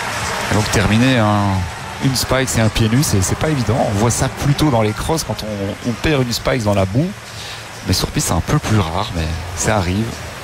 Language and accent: French; Belgium; chez nous en Belgique.